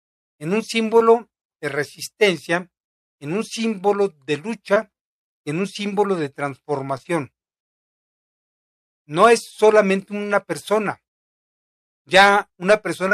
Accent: Mexico; nosotros nacemos mexicanos

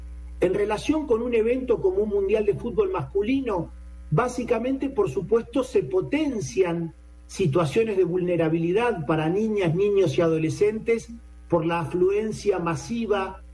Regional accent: Argentina; somos de la República Argentina, tenemos la alegría de estar ahora aquí en México

